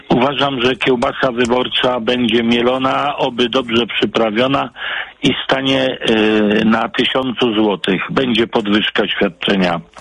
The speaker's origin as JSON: {"language": "Polish", "town": "Poznań", "region": "Greater Poland Voivodeship", "country": "Poland", "tie": "born or raised there", "moved": "yes", "lives_now": "Tychy, Poland", "said": "rodowity poznaniak"}